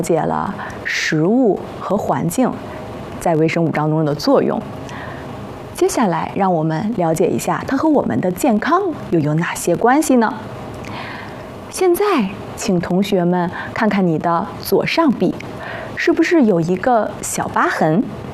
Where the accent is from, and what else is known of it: China